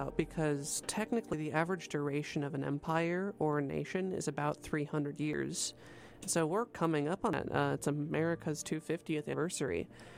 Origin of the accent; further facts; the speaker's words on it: United States; coming in as an American